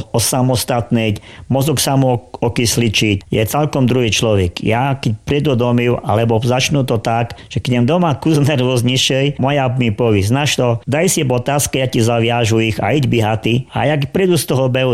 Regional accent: eastern Slovakia, Slovakia; u nás na východe je furt toho snivu

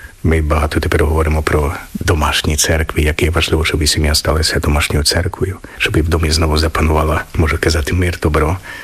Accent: Zakarpattia Oblast, Ukraine; now in Uzhhorod, Ukraine; my, čo sme akože veriaci z Iršavštiny, jak my hovoríme Vinohradivštiny

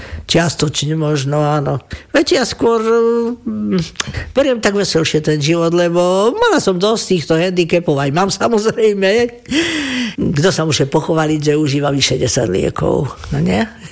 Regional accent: Kežmarok, Prešov Region, Slovakia; Kežmaruk je moje rodné mesto, ktoré skutočne mám veľmi rada.

